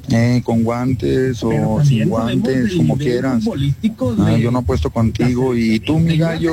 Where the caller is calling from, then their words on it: Mexico; soy mexicano